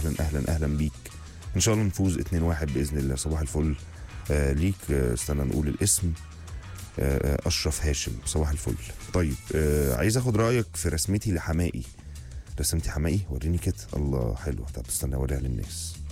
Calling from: Giza, Giza Governorate, Egypt; من الجيزة

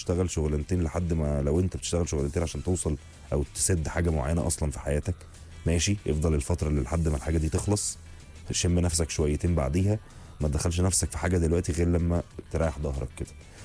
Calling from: Alexandria, Alexandria Governorate, Egypt; عامل يا جو، … من الإسكندرية.

